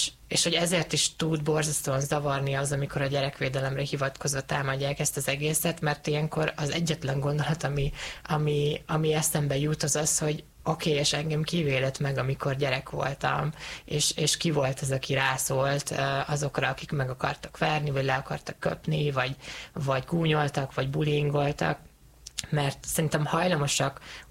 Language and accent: Hungarian; Hungary; Én ugye transznemű fiatalként nőttem fel Magyarországon, egy vidéki kis faluban